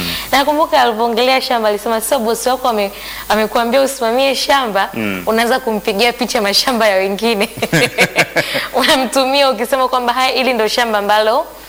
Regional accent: Kigoma, Tanzania

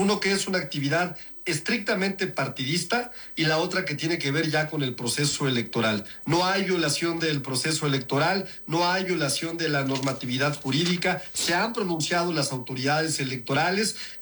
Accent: Cuauhtémoc, Mexico City, Mexico; born there; Bueno, yo soy vecino de la Cuauhtémoc, nací aquí, querido

